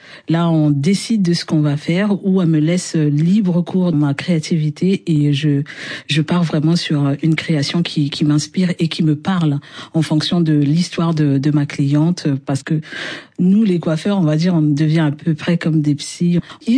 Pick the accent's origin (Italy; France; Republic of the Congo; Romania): Republic of the Congo; Brazzaville; moi, j'ai grandi à Mongali, précisément à Brazzaville.